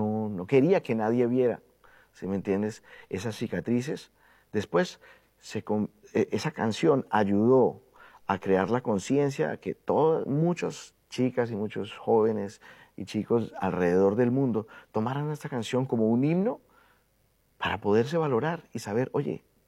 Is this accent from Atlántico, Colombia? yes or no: no; Cali, Valle del Cauca, Colombia; El lugar donde yo ahí vivía. Yo soy de Cali, de la ciudad de la capital de la salsa.